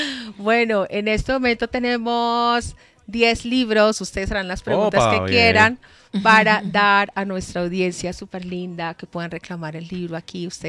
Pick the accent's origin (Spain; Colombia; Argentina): Colombia; moved away; yo crecí en Colombia toda mi vida